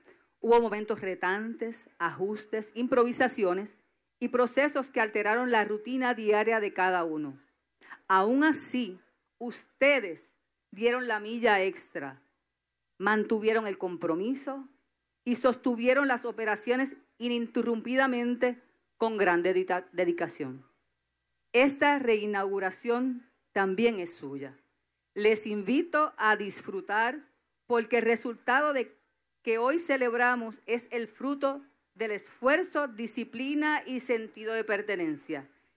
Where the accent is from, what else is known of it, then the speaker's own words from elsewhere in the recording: Isabela, Puerto Rico; mi pueblo de Isabela